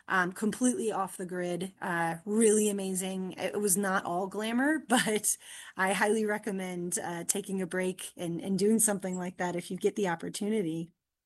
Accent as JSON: {"language": "English", "region": "Virginia", "country": "United States", "tie": "born or raised there", "said": "Well, you know, growing up in, I grew up in Virginia, and obviously we do not have primates there."}